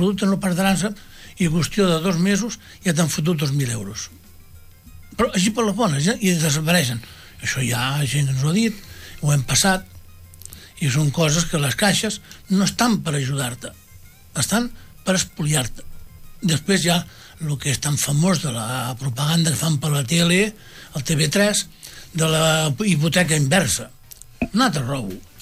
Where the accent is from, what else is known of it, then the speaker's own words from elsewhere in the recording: Rubí, Catalonia, Spain; born there; No tenim poble, som uns desgraciats, vam néixer aquí a Rubí.